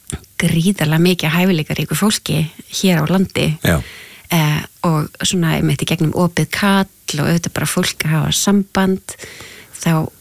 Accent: Húsavík, Northeastern Region, Iceland; Ég fætt á uppalinn á Húsavík og var þar í æðislegu tónlistarnámi

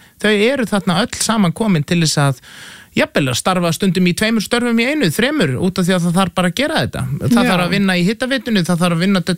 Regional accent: Seltjarnarnes, Capital Region, Iceland; now in Reykjavík, Iceland; En ég var alinn upp á Seltjarnarnesi og ég hef einnig búið í Hlíðunum

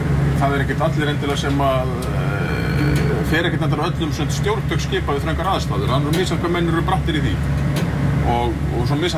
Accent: Grindavík, Southern Peninsula, Iceland; Ég kem úr Grindavík hérna, og býð þar

